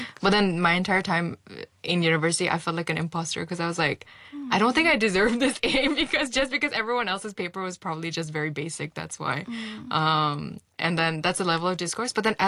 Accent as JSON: {"language": "English", "country": "Hong Kong", "tie": "born or raised there", "said": "growing up in Hong Kong"}